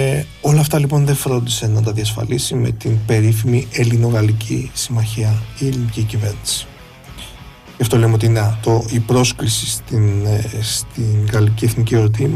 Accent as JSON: {"language": "Greek", "region": "Epirus", "country": "Greece", "said": "εγώ επαρχιώτης είμαι από την Νέα Ήπειρο"}